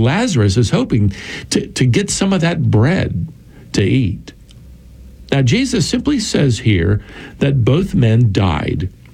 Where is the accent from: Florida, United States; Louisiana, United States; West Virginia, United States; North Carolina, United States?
North Carolina, United States; I think of Vance Havner, a famous evangelist from the last century, right here from my home state of North Carolina.